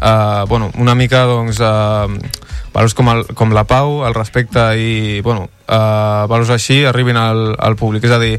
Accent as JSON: {"language": "Catalan", "town": "Vilafant", "region": "Catalonia", "country": "Spain", "said": "Jo sóc el més gran, que tinc 20, i sóc de Vilafant."}